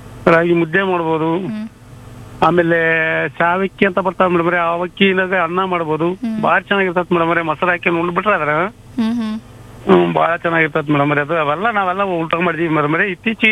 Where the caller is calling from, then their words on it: Hanumanthapura, Karnataka, India; ಒನ್ನೂರಲ್ಲಿ madam ಅವರೇ, ಹನುಮಂತಾಪುರದಿಂದ.